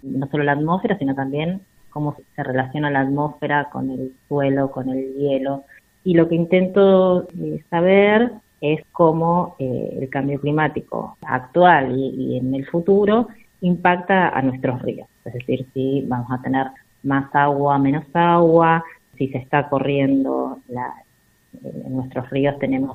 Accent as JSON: {"language": "Spanish", "region": "La Pampa", "country": "Argentina", "tie": "born or raised there", "also_born_or_lived": "Río Gallegos", "said": "Yo nací en Río Gallegos, soy bien patagónica, después viví muchos años en el campo de mi abuelo en La Pampa"}